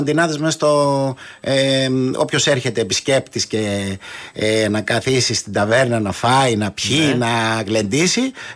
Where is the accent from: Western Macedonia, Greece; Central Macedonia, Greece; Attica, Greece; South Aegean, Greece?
South Aegean, Greece; Karpathos; αλλά είμαι από την Κάρπαθο.